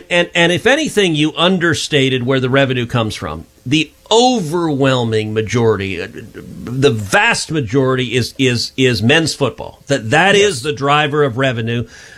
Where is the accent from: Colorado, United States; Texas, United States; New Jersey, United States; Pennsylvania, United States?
Texas, United States; my home state of Texas.